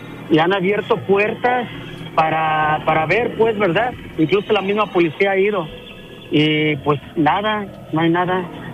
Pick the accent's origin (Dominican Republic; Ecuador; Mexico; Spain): Mexico; Lagos de Moreno, Jalisco; yo soy de Lagos de Moreno